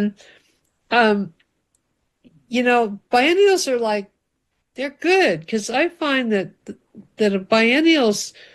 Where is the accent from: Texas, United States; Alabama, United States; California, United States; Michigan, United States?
California, United States; when I grew up in Central California, in our alley